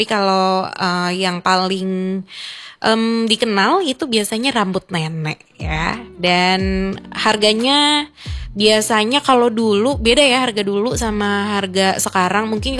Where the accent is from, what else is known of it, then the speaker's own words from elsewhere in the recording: Jakarta, Indonesia; now in Manado, Indonesia; aku nih ya … karena terkenal dari Betawi gitu kan. Aku orang Jakarta yang merantau ke sini gitu kan, ke Manado, terus siaran di sini gitu